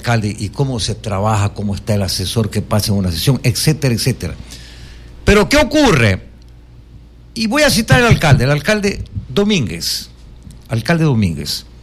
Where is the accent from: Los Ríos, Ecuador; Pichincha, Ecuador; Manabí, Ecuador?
Los Ríos, Ecuador; Quevedo; Porque soy de Quevedo.